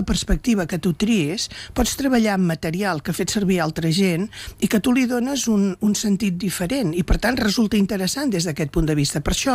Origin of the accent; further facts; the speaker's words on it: Vilallonga del Camp, Catalonia, Spain; Jo soc tarragonina, soc de Vilallonga del Camp, vull dir que també soc de proximitat.